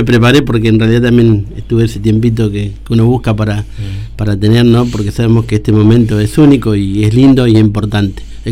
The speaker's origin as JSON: {"language": "Spanish", "country": "Argentina"}